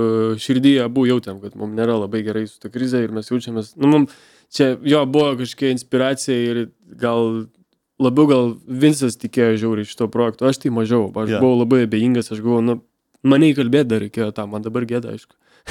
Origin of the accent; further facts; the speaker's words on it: Visaginas, Utena County, Lithuania; Taip, aš iš Visagino ir aš esu dvikalbis, aš neturiu pagrindinės kalbos. Aš moku šnekėti rusiškai.